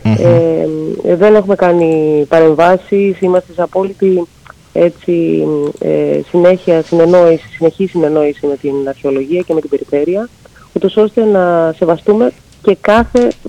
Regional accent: Zakynthos, Ionian Islands, Greece; Εγώ είμαι από τη Ζάκυνθο, ναι, ναι.

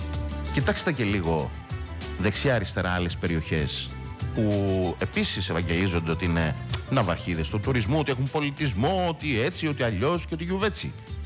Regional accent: Apollona, South Aegean, Greece; Καλημέρα και στα Απόλλωνα, στο χωριό μου.

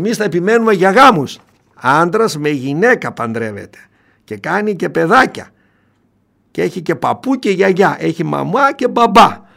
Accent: Kilkis, Central Macedonia, Greece; εκεί στον τόπο μου, το γενέθλιο στο Κυλκί

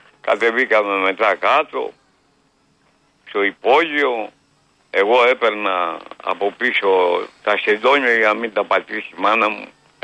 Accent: Athens, Attica, Greece; born there; Γεννήθηκε στην Πλάκα, όπως γεννήθηκα και εγώ

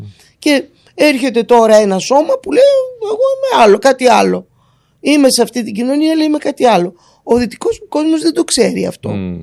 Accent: Greece; Το κάνω επειδή είμαι Ελληνίδα

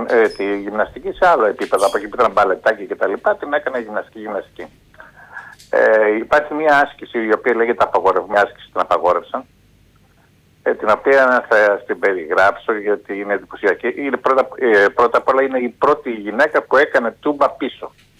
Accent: Keratsini, Attica, Greece; από το Κερασίνη.

